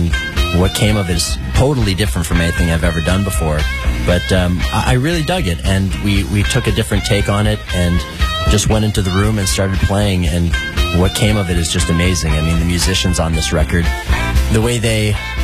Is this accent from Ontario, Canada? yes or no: yes; Ottawa, Ontario, Canada; In 1995, I was 15 years old here in my hometown of Ottawa.